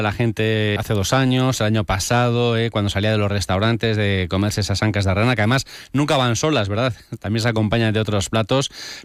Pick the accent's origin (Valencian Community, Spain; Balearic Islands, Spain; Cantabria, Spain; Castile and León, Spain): Castile and León, Spain; todos los que somos de León de siempre